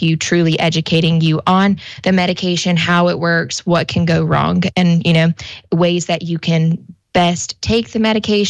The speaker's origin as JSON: {"language": "English", "town": "Manning", "region": "South Carolina", "country": "United States", "lives_now": "Sumter, United States"}